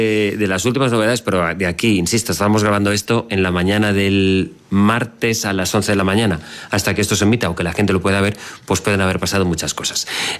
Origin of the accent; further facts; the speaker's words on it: Valencian Community, Spain; Siendo yo valenciano es una expresión complicada.